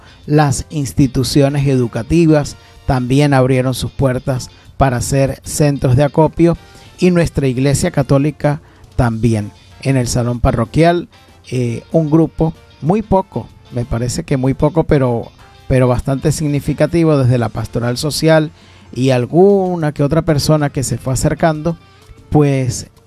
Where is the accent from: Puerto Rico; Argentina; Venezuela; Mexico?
Venezuela